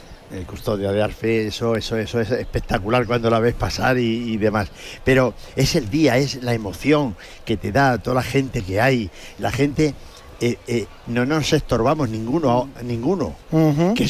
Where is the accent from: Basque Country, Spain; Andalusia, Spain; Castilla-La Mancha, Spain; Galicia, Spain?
Castilla-La Mancha, Spain; Belvís de la Jara; born there; yo nací en Belville de la Jara, pero realmente a los 7 años ya venía a veranear a Toledo. A los 13 empecé a trabajar en Toledo. Por lo tanto, me siento toledano.